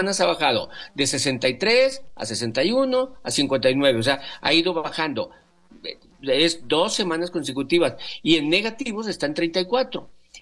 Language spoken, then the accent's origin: Spanish; Culiacán, Sinaloa, Mexico; Vamos, sí, yo soy de Culiacán.